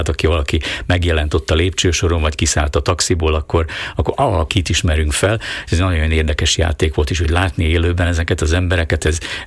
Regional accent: Búč, Nitra Region, Slovakia; born or raised there; moved away as an adult; now in Bratislava, Slovakia

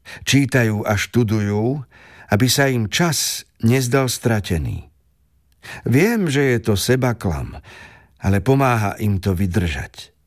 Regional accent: Uzhhorod, Zakarpattia Oblast, Ukraine; z môjho rodného mesta Užhorod

